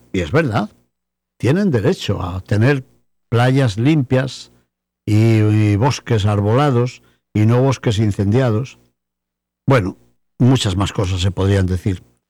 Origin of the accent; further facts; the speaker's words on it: El Bierzo, Castile and León, Spain; En mi tierra están las médulas, cerca de la ciudad de Ponferrada.